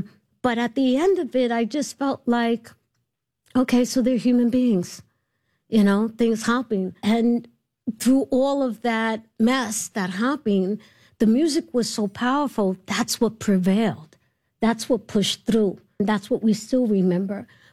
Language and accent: English; New York City, New York, United States; being a New Yorker, which just basically means a Puerto Rican who was born in New York and raised in New York